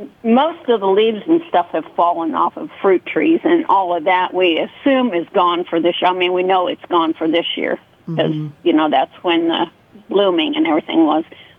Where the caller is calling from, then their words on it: Talmo, Kansas, United States; from Talmo, Kansas.